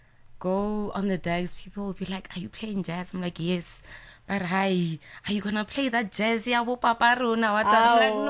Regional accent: Pretoria, Gauteng, South Africa; I grew up in Mums, right? And in Mamelodi

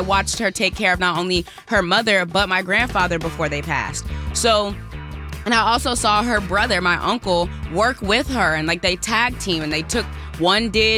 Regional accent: Washington, District of Columbia, United States; now in Detroit, United States; I'm not originally from Detroit. I'm from D.C. But my family, my core family, is from South Carolina.

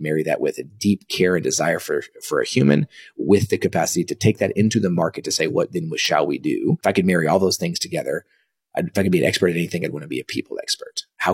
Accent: Dallas, Texas, United States; also born or lived in Kansas; So I was born in 1983. I was born in Kansas, only there for about a week. Came back to Dallas, and I wo

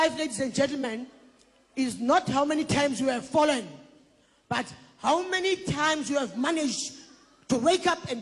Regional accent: Cape Town, Western Cape, South Africa; I'm from Cape Town. I drove all the way from Cape Town to here in order to come and address you.

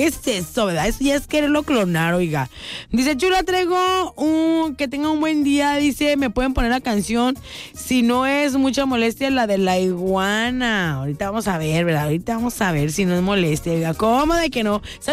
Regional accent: Salina Cruz, Oaxaca, Mexico; Dice, por aquí es correcto, chula, es la bella Cenicienta del Pacífico, mi ciudad natal.

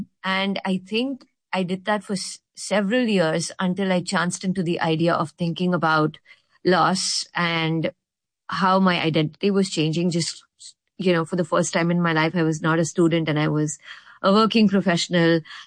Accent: Mumbai, Maharashtra, India; moved away as an adult; now in San Francisco, United States; when I turned 30, I moved away from Bombay and came to San Francisco to study poetry in an MFA program at the University of San Francisco

